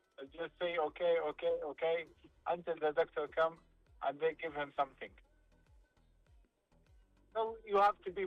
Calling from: Riyadh, Riyadh Province, Saudi Arabia; I'm coming from Riyadh.

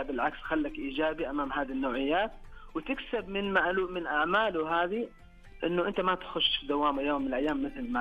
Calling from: Al Qunfudhah, Makkah Province, Saudi Arabia; من مدينة القنفذ.

